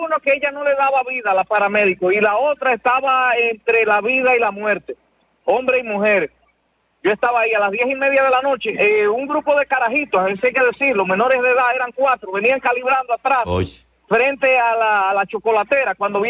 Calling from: Santiago, Dominican Republic; yo realmente vivo en Urabo.

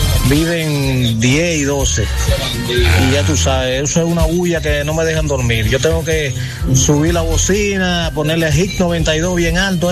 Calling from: Santo Domingo Este, Santo Domingo, Dominican Republic; yo vivo en Brisa del Este y esto está lleno de haitianos.

